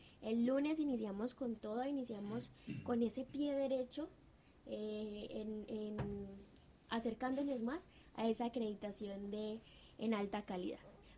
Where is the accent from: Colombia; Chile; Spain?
Colombia; en nuestra historia como colombianos